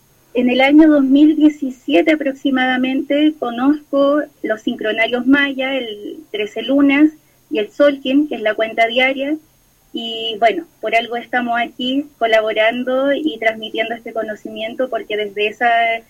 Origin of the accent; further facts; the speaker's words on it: Concepción, Biobío, Chile; desde el año 2018 que aprendo esta danza en la ciudad de Concepción, que es de donde yo soy